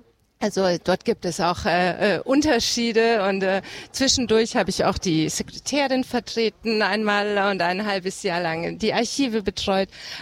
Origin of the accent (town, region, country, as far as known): Munich, Bavaria, Germany; born or raised there